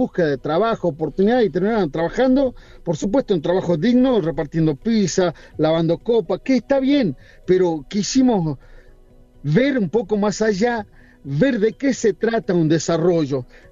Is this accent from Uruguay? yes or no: no; Argentina; constantemente tratando de entender la política económica y, e ir para adelante como argentinos, ¿no?